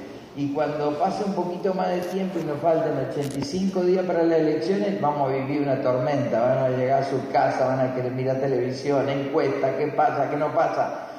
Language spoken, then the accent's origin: Spanish; Argentina; como somos los argentinos